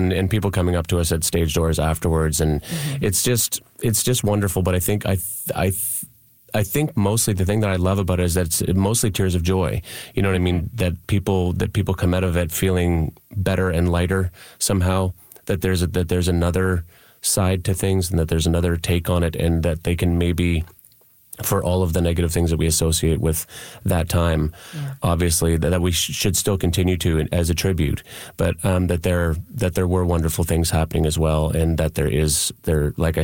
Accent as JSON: {"language": "English", "town": "Fredericton", "region": "New Brunswick", "country": "Canada", "said": "I'm from Fredericton originally. I'm a proud New Brunswicker. And I have always been proud to be from New Brunswick"}